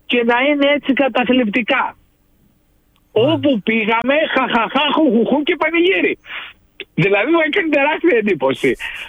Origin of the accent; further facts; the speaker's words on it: Greece; εγώ μεγάλωσα στην Ελλάδα στις δεκαετία του 70